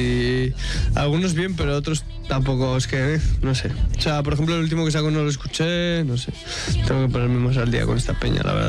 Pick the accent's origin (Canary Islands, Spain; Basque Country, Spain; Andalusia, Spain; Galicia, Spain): Andalusia, Spain; Motril; O sea, soy del mismo sitio, soy de Motril, ¿sabes?